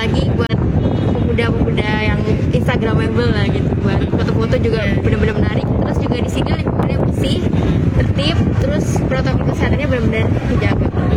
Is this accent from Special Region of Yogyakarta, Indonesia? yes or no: no; Surabaya, East Java, Indonesia; Apa ya, kita sebagai orang Surabaya itu bisa main di sini